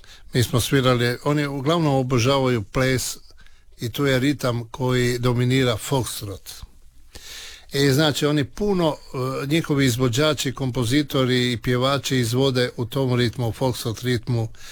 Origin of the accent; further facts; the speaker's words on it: Pula, Istria County, Croatia; born there; Talijanski, eto, rođeni smo u Istri, u Puli, pa smo pričali talijanski. A kad smo došli na njemačko tržište, onda smo morali polako učiti njemački.